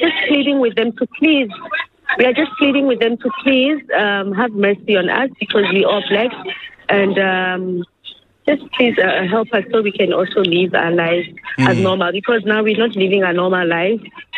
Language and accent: English; South Africa; born or raised there